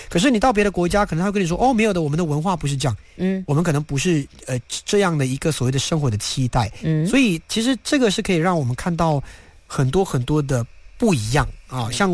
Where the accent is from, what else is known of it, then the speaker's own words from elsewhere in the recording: Malaysia; 我们马来西亚人